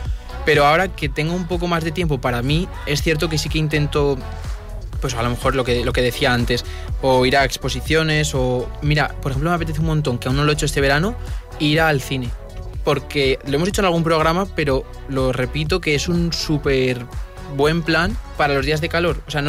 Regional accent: Orihuela, Aragon, Spain; moved away; en mi pueblo, sobre todo, en Orihuela.

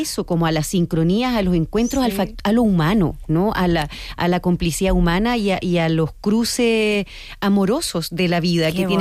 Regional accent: Chile; now in Spain; la verdad que somos muy chilenos

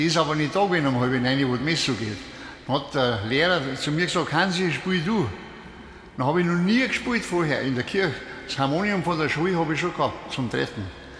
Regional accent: Tyrol, Austria; Ich selber stamme ja aus dem Tirolischen.

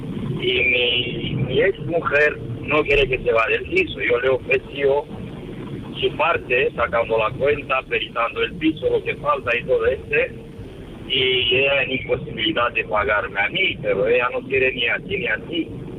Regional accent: Romania; Spanish is a second language; now in Spain; yo soy de Rumanía, acabo de divorciar hace 4 o 5 meses en mi país, donde claro, ahí ahí me casaron.

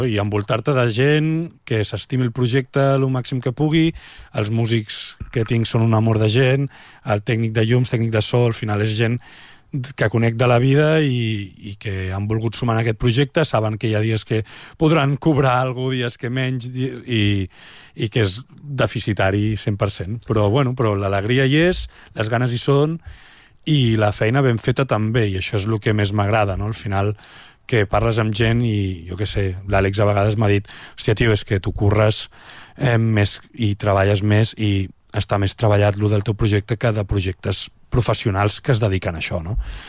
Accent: Gaüses, Catalonia, Spain; Gauses, a l'Empordà, és 40 habitants.

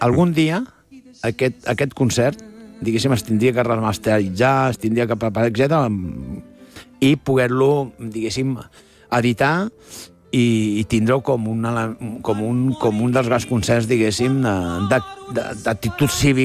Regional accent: Barcelona, Catalonia, Spain; born there; Jo que sóc nascut a Hostafrancs

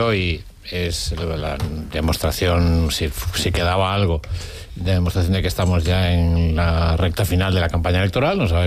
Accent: Vigo, Galicia, Spain; soy de Vigo.

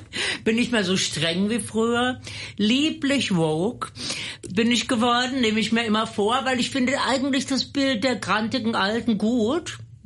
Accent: Baden-Württemberg, Germany; Ja, ich bin am Heiligen Drei Königstag geboren. Es war in Baden-Württemberg immer ein Feiertag

